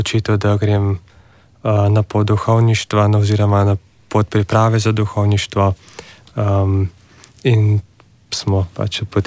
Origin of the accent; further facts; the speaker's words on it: Ihan, Central Slovenia, Slovenia; Jaz pa prihajam iz Župnije Ihan. Prihajam iz kmečke družine.